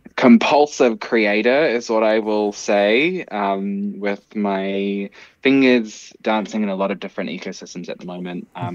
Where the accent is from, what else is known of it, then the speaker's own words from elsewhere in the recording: New Zealand; I am from Aotearoa, New Zealand. I come from Ngāti Kahinuniki Wairarapa, Ngāti Tōarangatira, and Ngāti Kuata, which are three tribes from the bottom tip of the North Island of Aotearoa and the top tip of the South Island.